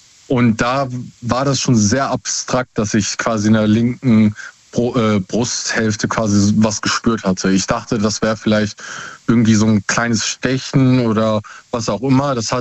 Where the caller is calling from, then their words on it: Essen, North Rhine-Westphalia, Germany; Aus Essen.